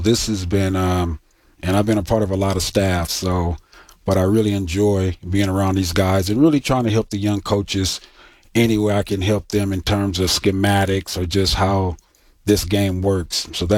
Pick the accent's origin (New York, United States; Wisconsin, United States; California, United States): California, United States; And so we picked Arizona because I'm from Southern California.